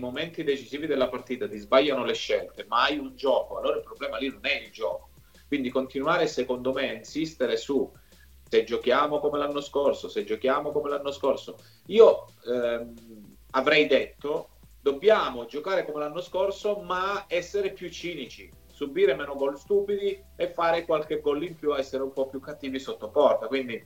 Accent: Calabria, Italy

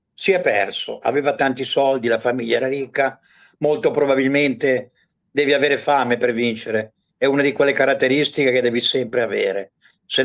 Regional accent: Ferentino, Lazio, Italy; Io quell'anno c'ero perché seguivo un ragazzo delle mie parti, di Ferentino, Emilio Cuppini

